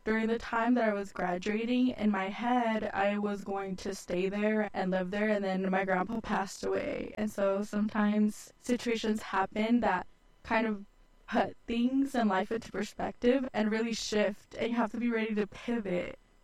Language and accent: English; Modesto, California, United States; also born or lived in Ceres / Turlock; I was born and raised here in Modesto, Doctors Medical Center, and I actually went to school in Burbank and then a little bit of Mark Twain, but then my family moved closer to my dad's job.